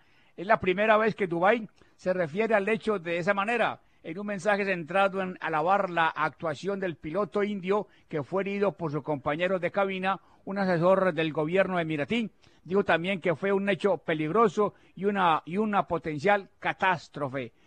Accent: Colombia; Vamos con las noticias en Colombia, lo que está pasando en mi país, en nuestro país.

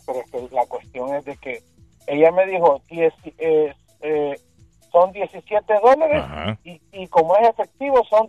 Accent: El Salvador; moved away; yo soy de El Salvador y en la ciudad donde nosotros estamos tenemos un cajero Chivo Wallet.

